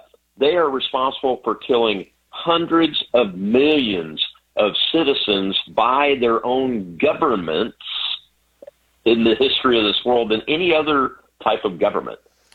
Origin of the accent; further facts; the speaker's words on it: Tennessee, United States; growing up in West Tennessee, around West Tennesseans